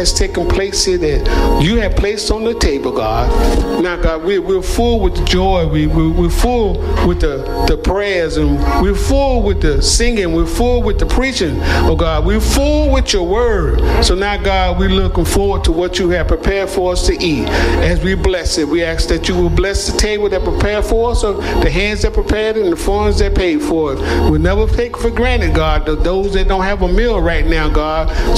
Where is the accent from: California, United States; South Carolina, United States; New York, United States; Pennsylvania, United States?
South Carolina, United States; Yeah, because I'm from South Carolina.